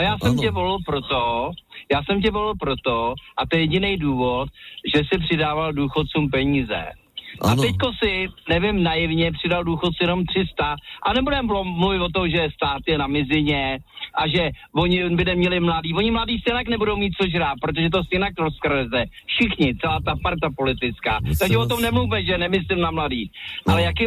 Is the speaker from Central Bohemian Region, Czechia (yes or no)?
no; Prague, Czechia